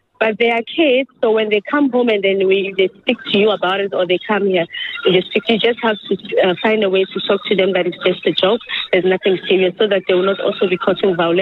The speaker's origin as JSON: {"language": "English", "country": "South Africa", "tie": "born or raised there"}